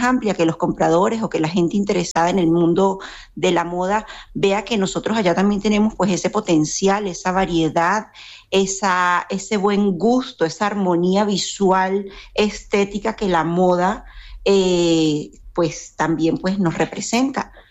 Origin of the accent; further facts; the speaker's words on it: Venezuela; moved away as an adult; now in Lanzarote, Spain; Yo soy venezolana, las circunstancias nos obligaron, como muchas de nosotros, a conseguir realmente nuestras raíces, y nosotros pues decidimos mudarnos a España